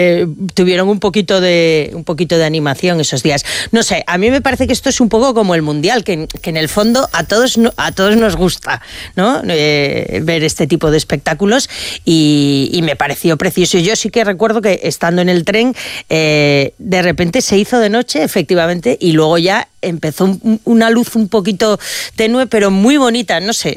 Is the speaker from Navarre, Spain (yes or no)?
yes; Peralta, Navarre, Spain; donde mejor se vio es en mi pueblo, en Peralta, porque era una de las franjas, como en Navarra, era una de las franjas donde mejor se veía el eclipse.